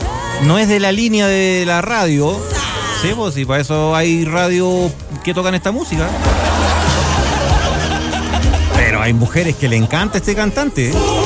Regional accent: Puerto Rico; Puertorriqueño. Mira, coterráneo mío este. Yo también soy caribeño, igual

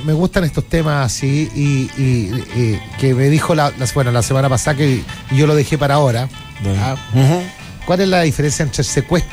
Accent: Chile; Somos buenos los chilenos nosotros para cambiar cosas y tener nuestro propio sentido.

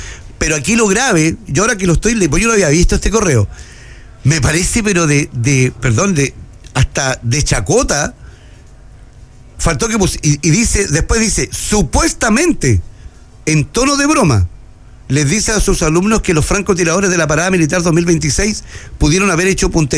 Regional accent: Chile

